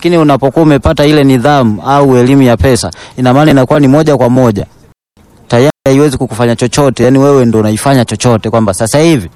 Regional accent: Chato District, Geita, Tanzania; now in Mwanza, Tanzania; Mimi nimetoka mkoa wa Geita, wilaya ya Chato.

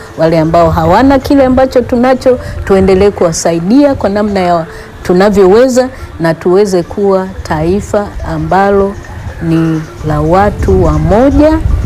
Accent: Tanzania

